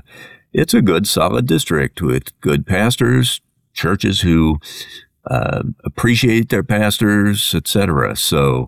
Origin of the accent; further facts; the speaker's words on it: Midwest, United States; now in New England, United States; I'm a Midwesterner